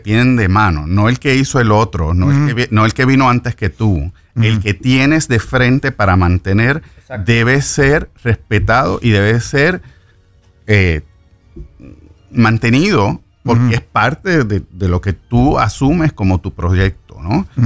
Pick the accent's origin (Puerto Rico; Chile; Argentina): Puerto Rico; Nosotros nos orgullecemos cada vez que decimos, ah, somos de Puerto Rico